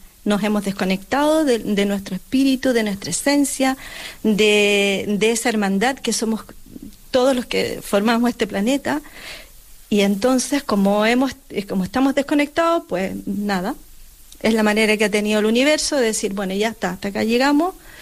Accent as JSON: {"language": "Spanish", "country": "Chile", "said": "soy chilena."}